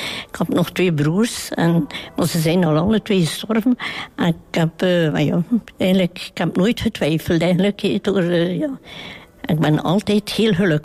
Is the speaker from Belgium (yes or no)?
yes; Nieuwpoort, Flanders, Belgium; Van aan de kust, van Niepoort ben ik.